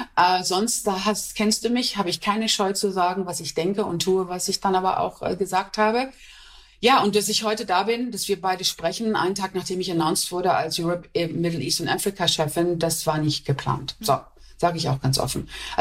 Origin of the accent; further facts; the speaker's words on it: Essen, North Rhine-Westphalia, Germany; born there; Und ich bin in Essen geboren, ich komme aus dem Ruhrpott.